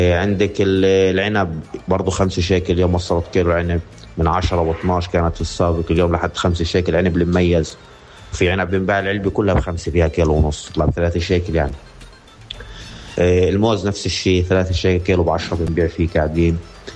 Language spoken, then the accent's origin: Arabic; West Bank, Palestine